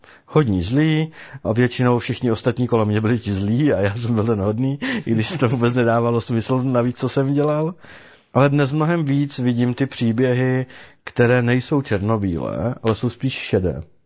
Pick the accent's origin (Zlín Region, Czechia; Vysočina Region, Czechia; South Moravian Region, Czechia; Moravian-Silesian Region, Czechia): Moravian-Silesian Region, Czechia; Opava; born there; now in Bruntál, Czech Republic; já jsem se narodil v Opavě, vyrůstal jsem v nevěřící rodině, o Bohu jsem toho nikdy moc nevěděl